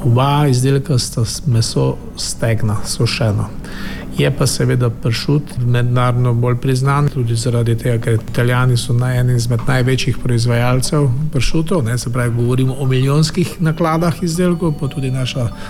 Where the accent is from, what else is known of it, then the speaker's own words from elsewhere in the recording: Prekmurje, Slovenia; Prekmurci smo sanje stegno razdelili in je bilo brez kosti.